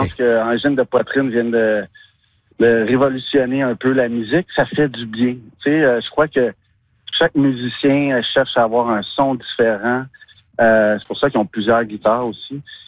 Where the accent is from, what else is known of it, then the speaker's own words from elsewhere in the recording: Montreal, Quebec, Canada; Je viens de Montréal moi-même, j'habite Montréal.